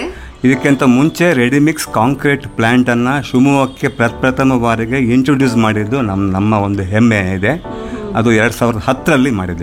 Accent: Narasimharajapura, Karnataka, India; moved away as an adult; now in Shivamogga, India; ಹುಟ್ಟಿ ಬೆಳೆದಿದ್ದೆಲ್ಲ ನರಸಿಂಹರಾಜಪುರ ಪಕ್ಕ ತಾಲೂಕಲ್ಲೇ, ಅಂದರೆ ಚಿಕ್ಕಮಗಳೂರು ಡಿಸ್ಟಿಕ್ ಎನ್ ಆರ್ ಪುರದಲ್ಲಿ. ನನ್ನ ಪ್ರಾಥಮಿಕ ಅಭ್ಯಾಸ, ಡಿಗ್ರಿ ಎಲ್ಲ ಮಾಡಿದ್ದು ನರಸಿಂಹರಾಜಪುರದಲ್ಲಿ. 1994 ನಾನು ಉದ್ಯೋಗವನ್ನು ಆರಿಸಿಕೊಂಡು ಶಿವಮೊಗ್ಗಕ್ಕೆ ಬಂದಿದ್ದು.

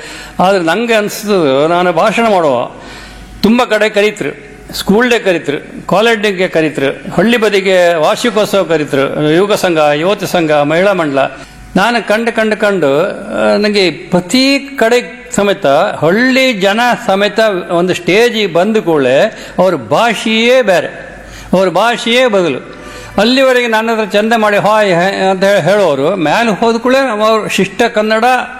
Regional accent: Karnataka, India; accent: Kundapura Kannada; first language Kundapura Kannada; ಹಂಗಾಗಿ ನಮಗೆ ಕುಂದಾಪುರ ಕನ್ನಡ ನಮ್ಮ ರಕ್ತದಾಗ ಇತ್ತು. ನಾವು ಹುಟ್ಟಿಲ್ಲಾಗಾಯ್ತು, ಅದನ್ನೇ ಮಾತಾಡಕಂತ ಬಂದವರು.

